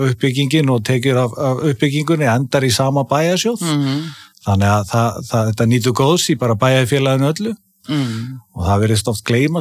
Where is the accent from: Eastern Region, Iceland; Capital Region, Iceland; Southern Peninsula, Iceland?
Southern Peninsula, Iceland; Sandgerði; Ég fættur uppalinn hérna á Íslandi og búsettur í Sangeri bara nær allt mitt líf